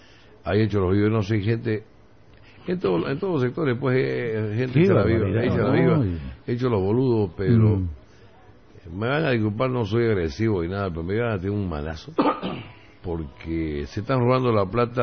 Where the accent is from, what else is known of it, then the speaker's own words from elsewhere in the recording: Santa Cruz, Bolivia; como cruceño, como periodista